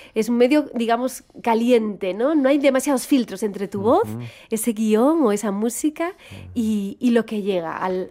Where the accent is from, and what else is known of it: Galicia, Spain; accent: Galician